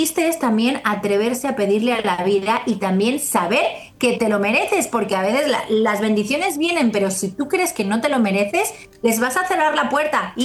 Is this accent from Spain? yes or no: yes; Spain; en España decimos el que mucho abarca, poco aprieta